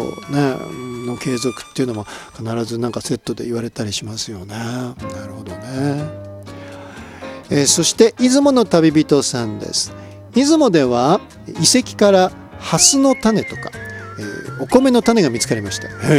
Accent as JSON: {"language": "Japanese", "town": "Hino", "region": "Tokyo", "country": "Japan", "tie": "born or raised there", "said": "私の東京都日野市の地元の豊田ビールというのがあって"}